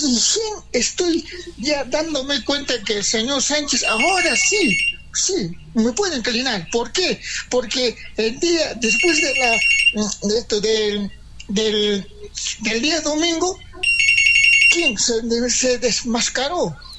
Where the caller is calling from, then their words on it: Arequipa, Peru; Yo soy arequipeño porque mi papito ha sido characateño, mi mamá ha sido de Puno, Juliaca.